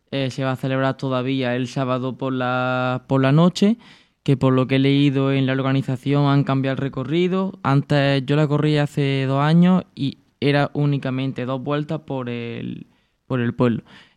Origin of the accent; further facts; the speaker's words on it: Pozoblanco, Andalusia, Spain; Y al fin y al cabo es mi pueblo.